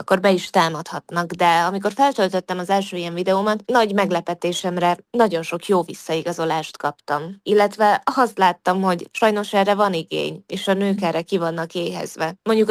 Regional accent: Vojvodina, Serbia; ezen a vidéken élünk, ez nem helytelen délvidéki magyarként én így beszélek. Persze folyamatosan művelem, és művelni kell a beszédünket, de jó érzés, hogy ide születtem, így beszéltek, ahogy most.

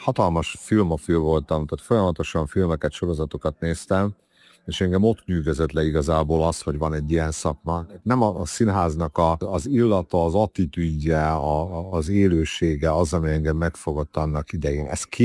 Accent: Subotica, Vojvodina, Serbia; Furcsa világban nőttem fel, hogy a Szabadkán volt egy úgynevezett híres Risztics korszak, amikor egy Gyübüse Risztics nevű rendező tartózkodott itt Szabadkán

